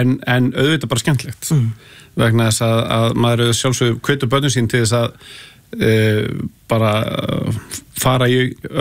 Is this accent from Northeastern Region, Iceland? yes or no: no; Hafnarfjörður, Capital Region, Iceland; Ég er alin upp í Hafnarfirði ég er haffyrringur í húð og hár